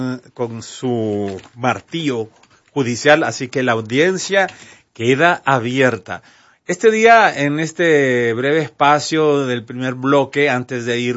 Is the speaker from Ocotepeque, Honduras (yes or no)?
no; Tegucigalpa, Francisco Morazán, Honduras; no estoy hablando mal de mi pueblo, porque mi ciudad Tegucigalpa yo la adoro, aquí me muevo yo como en mi casa.